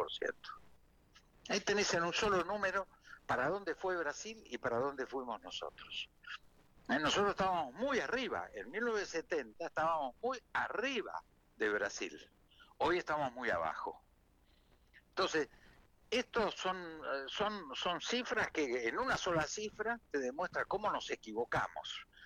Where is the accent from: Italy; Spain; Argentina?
Argentina